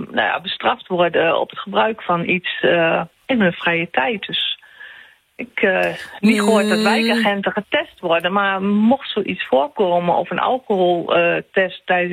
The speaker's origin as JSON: {"language": "Dutch", "town": "Enschede", "region": "Overijssel", "country": "Netherlands", "tie": "born or raised there", "moved": "as an adult", "said": "Ik ben ik ben geboren getogen in Enschede. Ik ben daar op mijn 19e weggegaan."}